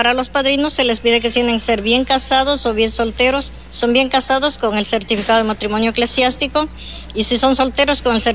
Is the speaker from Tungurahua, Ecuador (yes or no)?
no; Bolívar, Ecuador; moved away as an adult; yo soy de la provincia de Bolívar y migré en julio del 2002